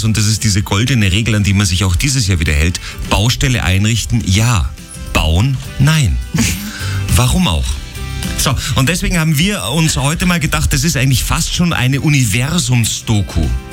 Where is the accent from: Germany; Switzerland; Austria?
Austria; Salzburg; Also das Schöne ist ja bei uns in Salzburg, wir haben so viele feine Straßenbaustellen.